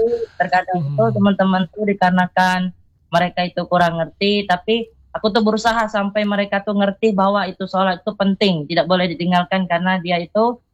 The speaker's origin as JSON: {"language": "Indonesian", "town": "Toboali", "region": "Bangka Belitung Islands", "country": "Indonesia", "tie": "born or raised there", "said": "Jadi aktif aku di kampung aku tuh jadi muazin di masjid itu. Di mana kampungnya? Di Toboali, Kampung Teladan."}